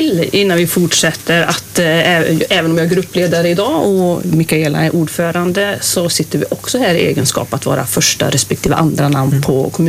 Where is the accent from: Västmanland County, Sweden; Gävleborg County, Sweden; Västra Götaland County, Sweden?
Västra Götaland County, Sweden; Bäckefors; now in Trollhättan, Sweden; Jag är en dalslänning i exil, skulle man kunna säga. Jag är född och uppvuxen i Bäckefors i hjärtat av Dalsland.